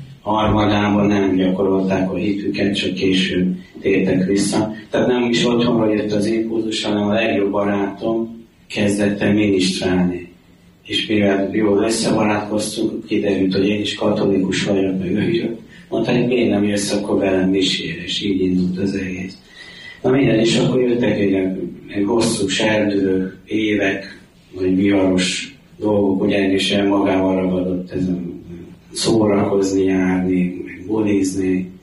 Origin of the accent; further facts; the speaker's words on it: Györköny, Tolna, Hungary; also born or lived in Baks; Egy kis faluban nőttem fel, Bakson születtem, de Baks mellett Györkönyben nőttem fel.